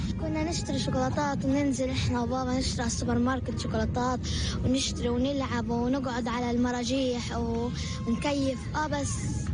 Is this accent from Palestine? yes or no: yes; Gaza, Gaza Strip, Palestine; أنا من غزة النصر.